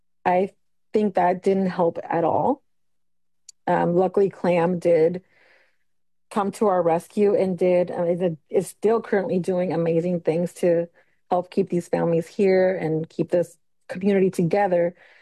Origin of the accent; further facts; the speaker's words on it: West Marin, California, United States; I grew up here. I'm from West Marin. I went to West Marin School and Tamales High School myself, been part of this community